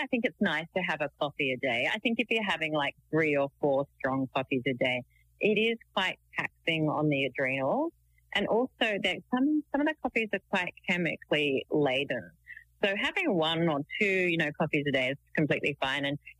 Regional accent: England, United Kingdom; And so we grew up in England, you know, in orchards and cooking and picking raspberries and getting purple fingers.

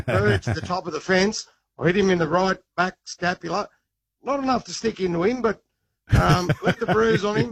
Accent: Cowra, New South Wales, Australia; I grew up in Cowra in the Central West, and I was around about probably 12, 13, about 1983

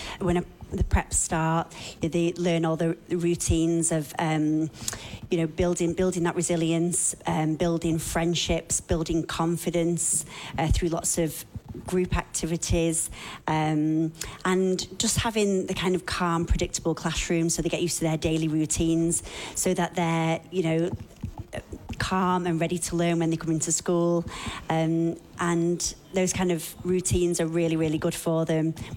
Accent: England, United Kingdom; moved away as an adult; also born or lived in Queensland; now in Hamilton, Australia; Yeah, so I'm originally from England. We've lived in Australia for about 12 months now. I was originally in Queensland, but we've come to Hamilton.

